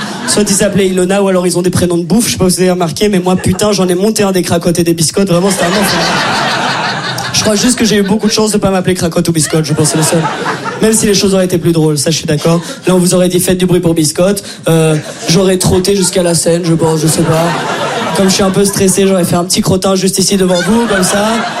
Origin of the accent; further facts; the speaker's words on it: Brussels, Belgium; accent: Brussels; mon accent de Bruxelles ou mon immense voix, je sais pas, mais en tout cas, je viens pas de France, voilà, je viens de Belgique.